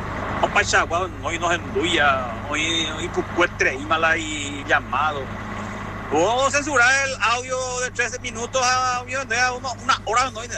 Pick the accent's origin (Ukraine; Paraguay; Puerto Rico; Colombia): Paraguay; Yo soy paraguayo, yo le quiero a mi país.